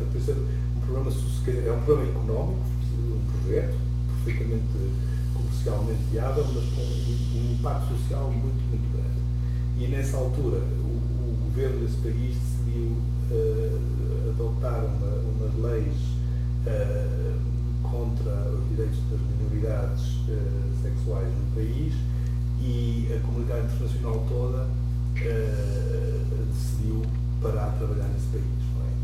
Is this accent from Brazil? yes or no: no; Portugal; nós, como portugueses, nós temos muitas vantagens neste motivo de vida